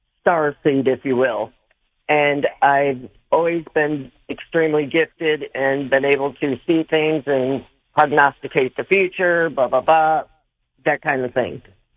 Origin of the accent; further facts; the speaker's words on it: the South, United States; Basically, where I live, I'm from the South, and I didn't realize where I moved